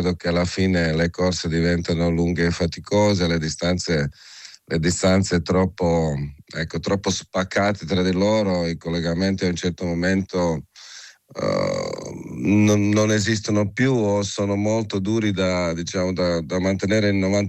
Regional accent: Croatia; Italian is a second language; moved away; also born or lived in Italy; sono croato

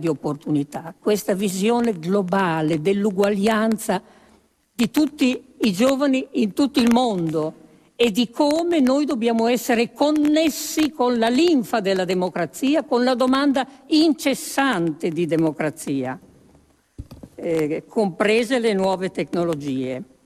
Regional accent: Emilia-Romagna, Italy; un po' delle mie parti, là dell'Emilia Romagna

